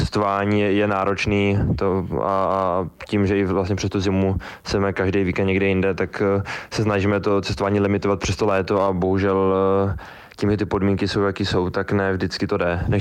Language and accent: Czech; Boží Dar, Karlovy Vary Region, Czechia; jak se říká, všude dobře a doma nejlíp a u nás na Božím daru ty tratě jsou skvělý, takže já to tam absolutně miluju a tam se mi vždycky lyže nejlíp